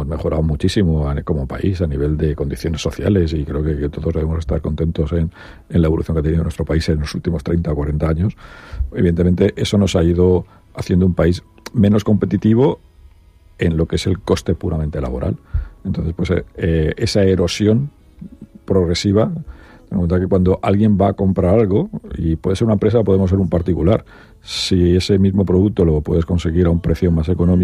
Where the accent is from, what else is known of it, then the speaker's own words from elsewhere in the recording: Elda, Valencian Community, Spain; quizá nosotros porque somos muy de Elda, hablamos del calzado y tenemos esa imagen gloriosa